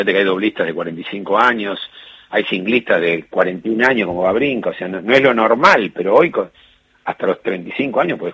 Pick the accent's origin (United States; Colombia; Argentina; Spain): Argentina; es una emoción no solamente para mí como padre, no, como entrenador, como argentino.